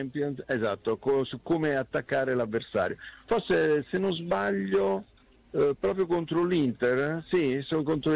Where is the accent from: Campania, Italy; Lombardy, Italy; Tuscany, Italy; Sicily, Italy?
Campania, Italy; Naples; io napoletano